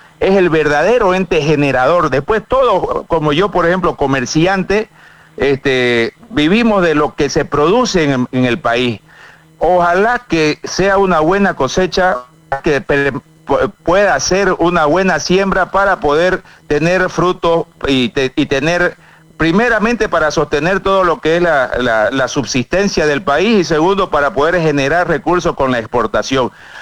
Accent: Bolivia; para que ojalá que podamos tener todas las opciones para poder seguir creciendo como bolivianos y revertir lo que ha estado pasando en los últimos años.

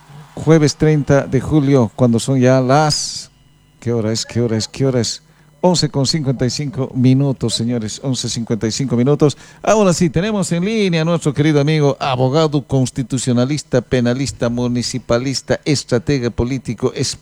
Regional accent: Potosí, Bolivia; Yo soy potosino de la ciudad de Potosí.

